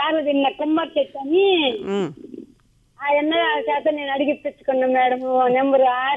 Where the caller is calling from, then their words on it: Nagireddipalle, Andhra Pradesh, India; మాది నాగిరెడ్డిపల్లె.